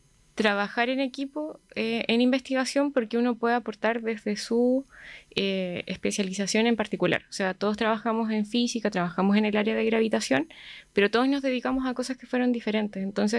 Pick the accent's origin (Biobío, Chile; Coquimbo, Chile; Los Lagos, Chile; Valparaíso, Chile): Los Lagos, Chile; Osorno; moved away as an adult; also born or lived in Puerto Varas; now in Santiago, Chile; yo soy de acá, de Osorno. O sea, en realidad nací en Puerto Varas, pero estudié hasta los 18 años acá en Osorno, en el Liceo Carmela Carvajal de Prat.